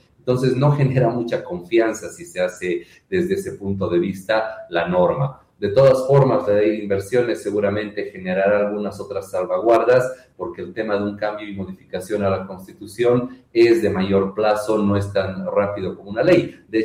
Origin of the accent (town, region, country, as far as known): Bolivia